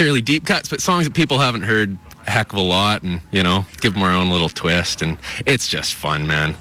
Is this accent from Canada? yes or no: yes; Campbell River, British Columbia, Canada; We're from Campbell River